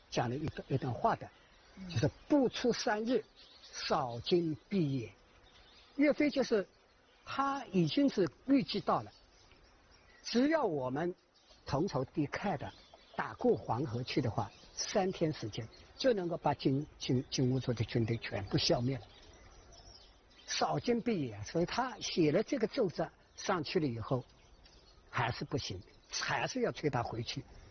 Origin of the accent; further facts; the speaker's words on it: Hangzhou, Zhejiang, China; 我从小就在这里长大的。原来这个高房子是我们住的家，我们是紧靠的岳庙。